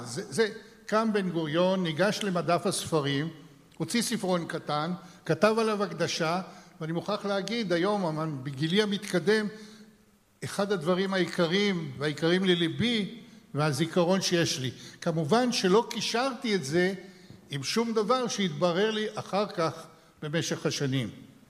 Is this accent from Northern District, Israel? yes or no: no; Jerusalem, Jerusalem District, Israel; born there